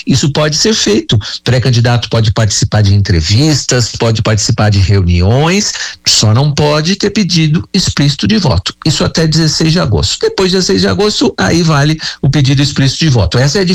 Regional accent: Brazil; eu sou brasileiro

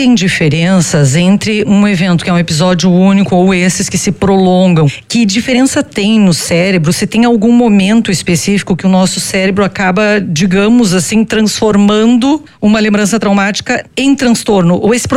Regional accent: Rio Grande do Sul, Brazil; eu, por exemplo, vim do Rio Grande do Sul, de uma cidade muito pequena que você não precisava ficar com esse instinto de sobrevivência.

